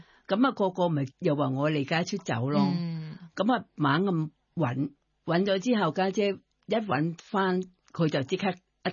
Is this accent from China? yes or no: no; Thailand; Cantonese is a second language; 因为我自己又唔敢，即系我哋泰国人咧就。